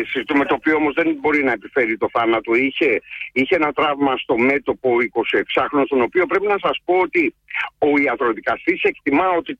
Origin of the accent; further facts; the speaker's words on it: West Greece, Greece; moved away; εκεί στην πατρίδα μου, στην Αχαΐα